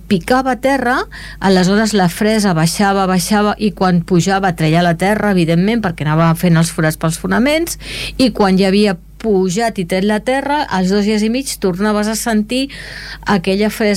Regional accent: Esplugues de Llobregat, Catalonia, Spain; Perquè dic, soc d'Esplugues, i em diuen, del Caufec.

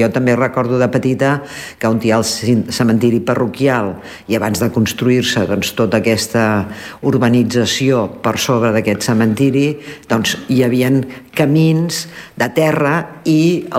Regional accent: Esplugues de Llobregat, Catalonia, Spain; gent que som d'Esplugues

